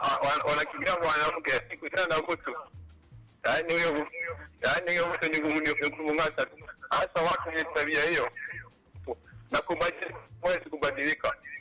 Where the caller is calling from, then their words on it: Singida, Tanzania; Natokea maeneo ya Ponyanumbu hapo kwa Ward Mabiazi Barete mkoa ni Simida dangu.